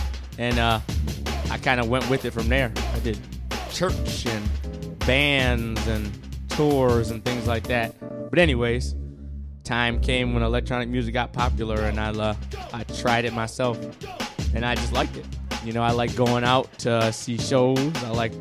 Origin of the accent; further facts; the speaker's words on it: Mount Clemens, Michigan, United States; I grew up in Mount Clemens, Clinton Township area.